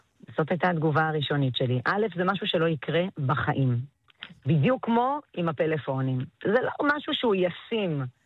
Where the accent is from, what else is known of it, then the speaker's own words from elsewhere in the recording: Jerusalem, Jerusalem District, Israel; אני ירושלמית במקור, נולדתי ברמות.